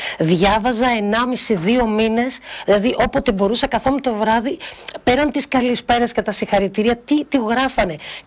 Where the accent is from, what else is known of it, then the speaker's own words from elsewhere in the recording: Düsseldorf, North Rhine-Westphalia, Germany; στην πόλη μου, στο Ντίσσελντορφ, το ραδιόφωνο που κάνω από μικρή στη Γερμανία